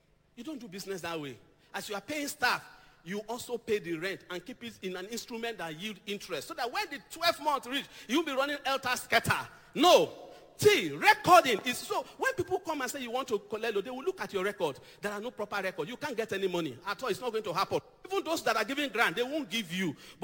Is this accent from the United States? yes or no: no; Akure, Ondo, Nigeria; as a young man growing up in Trem, Akure